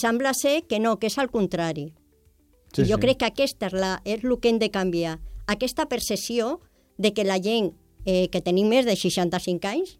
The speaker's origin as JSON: {"language": "Catalan", "town": "Sant Feliu de Llobregat", "region": "Catalonia", "country": "Spain", "said": "jo, com que vinc de Sant Feliu"}